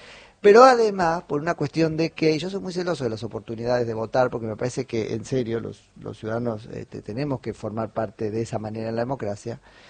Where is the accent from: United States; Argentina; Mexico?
Argentina